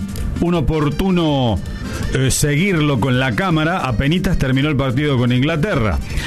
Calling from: Córdoba, Argentina; de Barrio Las Palmas.

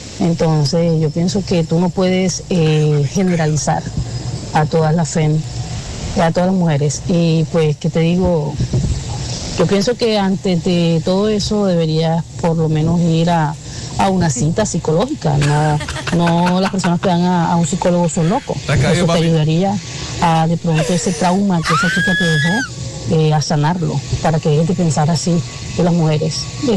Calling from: Canada; de Canadá.

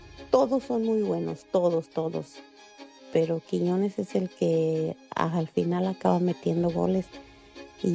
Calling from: Mexico; yo soy más mexicana que los nopales

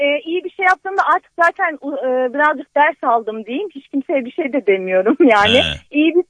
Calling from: Kayseri, Turkey; ben Kayseri'den arıyorum.

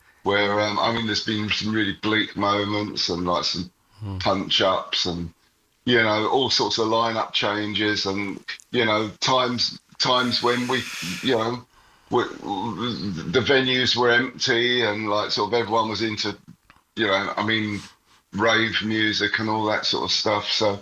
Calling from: Algarve, Portugal; I'm in the Algarve at the moment, but a couple of days ago I was in Scotland where it was pissing with rain

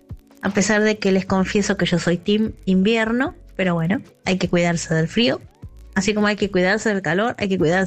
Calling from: Caballito, Buenos Aires, Argentina

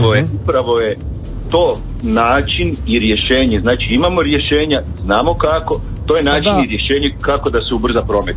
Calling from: Varaždin, Varaždin County, Croatia; Ja sam iz Varaždina

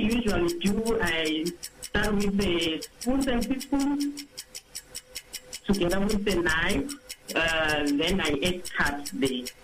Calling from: Witbank, Mpumalanga, South Africa; Yes, I'm from Witbank.

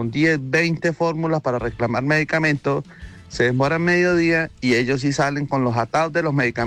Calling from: Yaguará, Huila, Colombia; desde Yaguará.

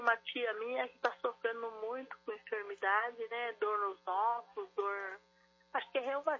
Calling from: Sorocaba, São Paulo, Brazil; Sou de Sorocaba

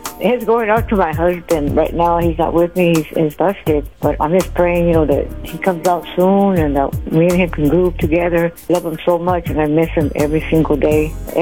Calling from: Lompoc, California, United States; I'm from Lompoc

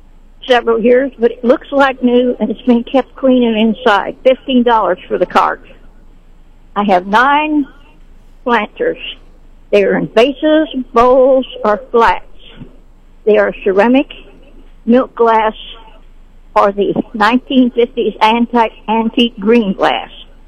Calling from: Sedalia, Missouri, United States; I'm calling from Sedalia.

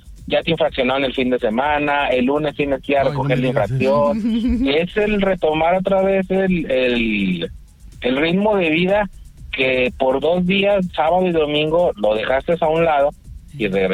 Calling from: Mexico; como mexicanos buenos que somos

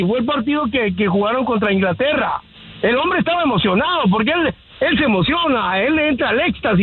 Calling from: Guatemala; Yo como guatemalteco

